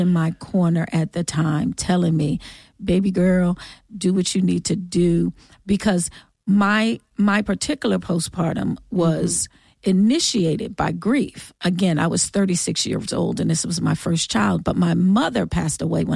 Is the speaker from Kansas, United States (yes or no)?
no; New Jersey, United States; And abroad, because I came from Jersey. I came from Jersey.